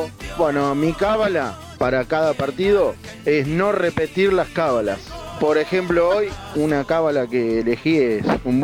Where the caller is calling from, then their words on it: Luján, Buenos Aires Province, Argentina; de Luján.